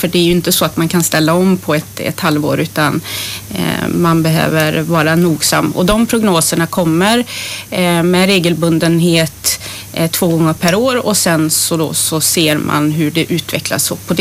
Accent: Trollhättan, Västra Götaland County, Sweden; born or raised there

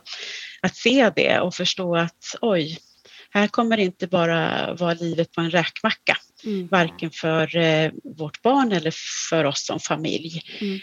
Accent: Södermanland, Sweden; now in Falun, Sweden; Vi flyttade dit 2009 och är från Sörmland från början. Men har bott där rätt så länge i Dalarna nu.

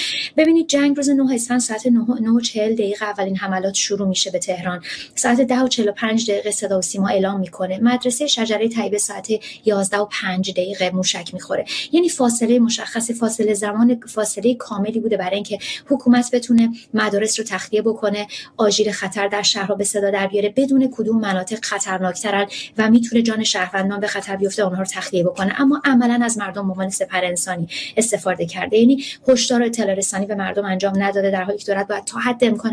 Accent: Iran; ماهایی که در ایران سال‌ها رو بزرگ شدیم، ما در زیرزمین خونه‌های خودمون که انقدرم امن نبود در واقع پناه می‌گرفتیم، چون پناهگاهی وجود نداشت.

